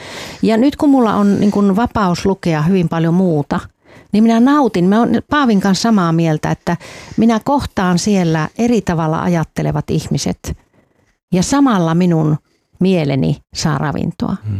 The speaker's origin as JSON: {"language": "Finnish", "town": "Helsinki", "region": "Uusimaa", "country": "Finland"}